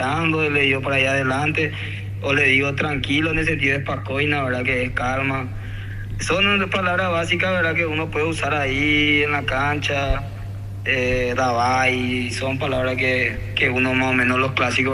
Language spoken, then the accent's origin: Spanish; Paraguay; moved away as an adult; vengo de Paraguay, que soy sudamericano